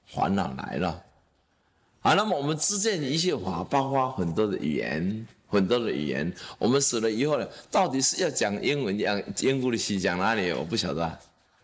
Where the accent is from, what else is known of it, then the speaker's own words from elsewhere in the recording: Taiwan; 好，我是台湾人，好，我没怕不给你啊。